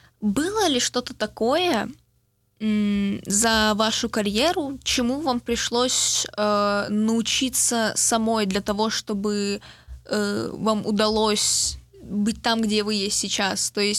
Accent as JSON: {"language": "Russian", "region": "Kyiv", "country": "Ukraine", "moved": "yes"}